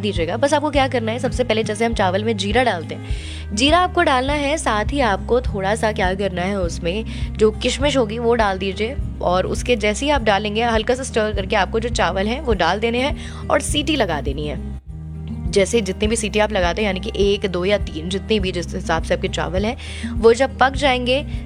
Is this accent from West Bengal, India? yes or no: yes; West Bengal, India; मैं भी बंगाली हूँ और इसीलिए शायद से आपको वो जो टोन मिल रहा होगा वो थोड़ा सा मिल रहा होगा